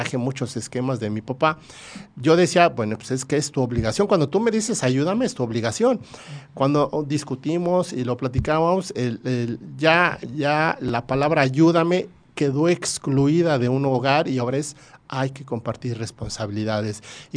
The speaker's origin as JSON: {"language": "Spanish", "country": "Mexico", "said": "somos mexicanos"}